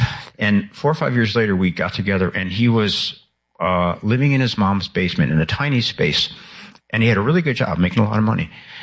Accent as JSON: {"language": "English", "town": "Chicago", "region": "Illinois", "country": "United States", "tie": "born or raised there"}